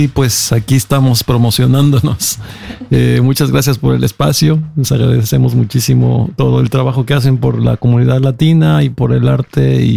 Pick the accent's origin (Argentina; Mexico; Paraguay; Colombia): Mexico; Mexico City; fue lo que yo estudié cuando estudié música de pequeño en la Ciudad de México